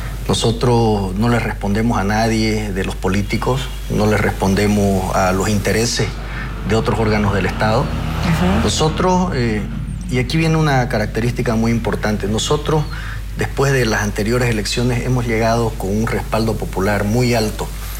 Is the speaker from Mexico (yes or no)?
no; Santa Cruz de la Sierra, Santa Cruz, Bolivia; yo vivía en Santa Cruz